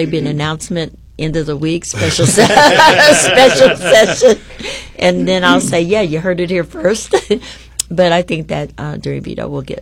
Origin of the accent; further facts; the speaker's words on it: Springfield, Illinois, United States; I'm born and raised in Springfield, lived here my whole life. I remember what downtown Springfield was.